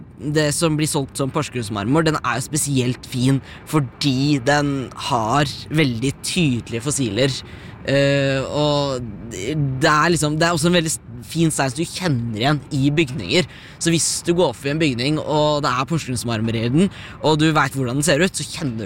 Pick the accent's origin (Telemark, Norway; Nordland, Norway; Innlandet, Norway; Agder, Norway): Telemark, Norway; Skien; Men jeg har vokst opp på Skien-sida av kommunegrensa